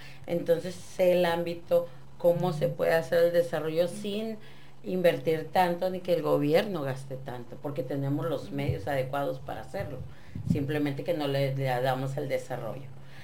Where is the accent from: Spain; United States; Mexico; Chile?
Mexico; Tijuana, Baja California; Colonia Sánchez Taguada